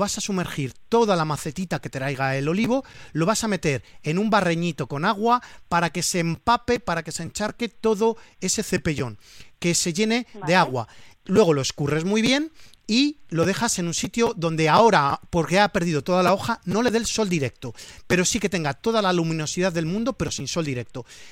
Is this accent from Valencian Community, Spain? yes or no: yes; Valencian Community, Spain; Yo a ti te voy a recomendar como buen valenciano el cunquat.